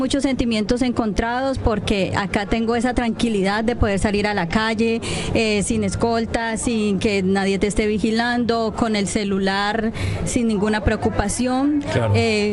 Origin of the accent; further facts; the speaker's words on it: Cauca, Colombia; Bueno, precisamente yo vengo del norte del Cauca, es un territorio muy estigmatizado por la violencia